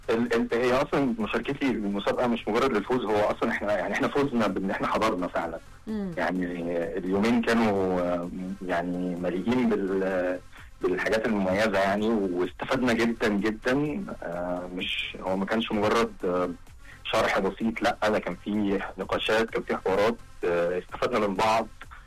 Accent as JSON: {"language": "Arabic", "town": "Alexandria", "region": "Alexandria Governorate", "country": "Egypt", "said": "انا من اسكندريه ومصنع في اسكندريه فعلا،"}